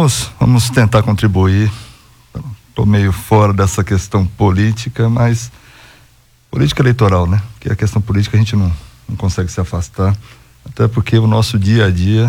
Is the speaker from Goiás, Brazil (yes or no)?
yes; Faina, Goiás, Brazil; nós que somos de lá